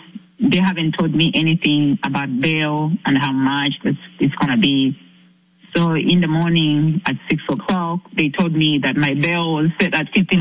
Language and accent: English; Zambia; now in United States; I'm not a U.S. citizen. I'm from Zambia, Africa.